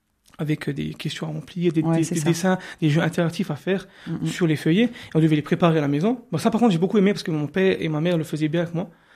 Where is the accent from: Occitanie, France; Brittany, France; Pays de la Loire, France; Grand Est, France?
Grand Est, France; Sarreguemines; Je suis né là-bas, j'ai grandi là-bas. Moi, j'habite à Styrin maintenant, depuis 3 ans, mais je suis originaire de Sarreguemines, je connais toute la région de là-bas.